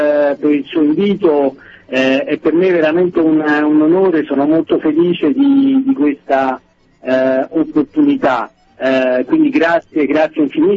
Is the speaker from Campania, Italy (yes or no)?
yes; Naples, Campania, Italy; now in Ostuni, Italy; io sono napoletano di origine. E attualmente vivo in Puglia, ad Ostuni, nota, devo dire, nel mondo come la città bianca